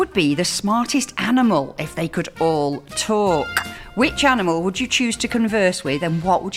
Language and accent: English; United Kingdom; We're so British.